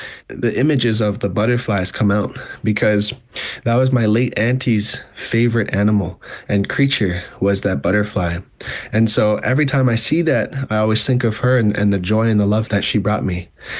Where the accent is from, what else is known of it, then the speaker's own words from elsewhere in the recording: Ottawa, Ontario, Canada; So what we did was we actually went back to the community where we grew up in Ottawa.